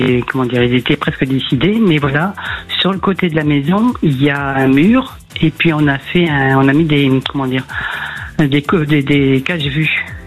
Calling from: Hauts-de-France, France; Dans la Somme.

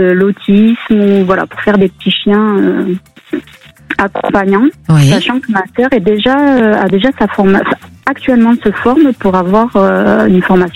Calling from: Occitanie, France

